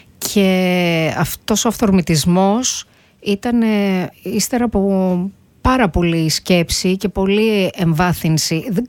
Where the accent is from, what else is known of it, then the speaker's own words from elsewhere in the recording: Greece; σαν Ελληνίδα πολίτης